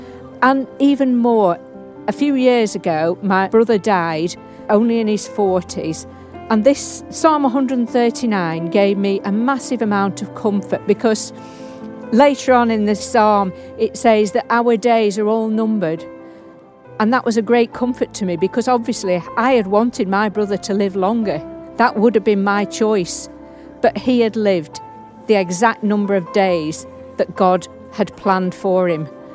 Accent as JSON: {"language": "English", "region": "North West England", "country": "United Kingdom", "said": "I'm from Lancashire."}